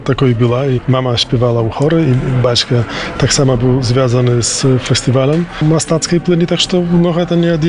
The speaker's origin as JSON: {"language": "Belarusian", "town": "Hajnówka", "region": "Podlaskie Voivodeship", "country": "Poland", "tie": "born or raised there", "said": "я сам родам з Гайнаўкі."}